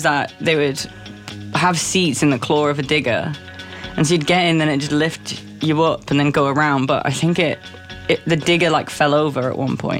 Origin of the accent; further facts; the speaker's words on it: United Kingdom; I think also as a Brit.